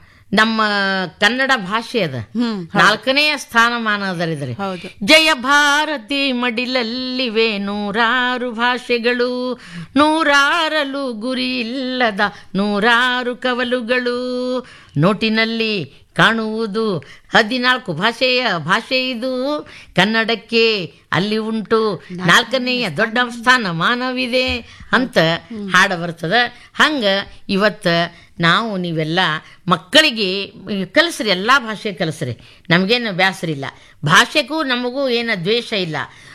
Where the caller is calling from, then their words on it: Sindagi, Karnataka, India; ನಮ್ಮ ಸಿಂದಗಿ, ನಮ್ಮ ವಿಜಾಪುರ ಜಿಲ್ಲೆ ಸಿಂದಗಿಯವ್ರು ನಾವು.